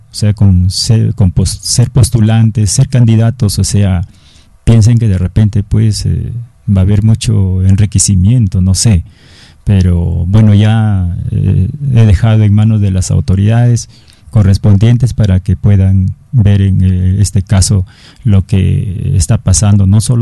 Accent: Mache, La Libertad, Peru; me dirijo a mi pueblo de Mache porque me siento machino, realmente de un caserío muy pequeño que se llama Loma Linda

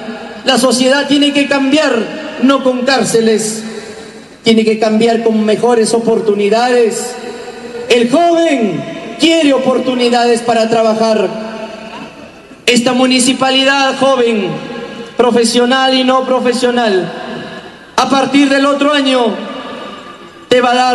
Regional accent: Motil, La Libertad, Peru; Allá mi tierra, Motil, Chota

